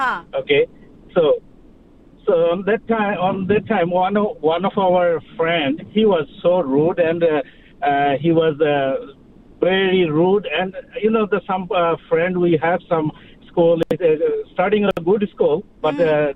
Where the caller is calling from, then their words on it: Kerala, India; I'm calling from the Kerala.